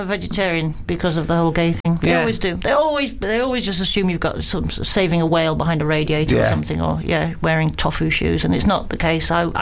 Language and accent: English; United Kingdom; See, I'm so British, aren't I?